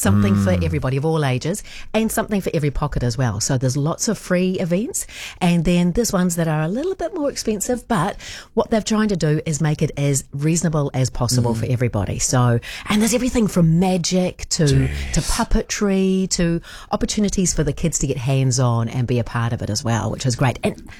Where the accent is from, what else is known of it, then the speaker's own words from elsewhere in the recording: Kaikohe, Northland, New Zealand; now in Auckland, New Zealand; Look, I grew up in Kaikoi, so I grew up in the far north where we weren't completely immersed in Te Reo Māori, but it was a part of everyday life. So when I moved to Auckland